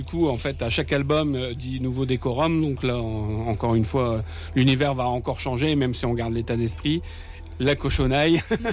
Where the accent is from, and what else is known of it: Arras, Hauts-de-France, France; born there